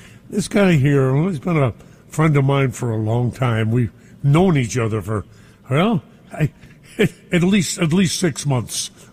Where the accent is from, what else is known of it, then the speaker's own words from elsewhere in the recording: Brooklyn, New York, United States; I was brought up in Brooklyn, you were brought up in the Bronx, but you were always like neighborhood to me.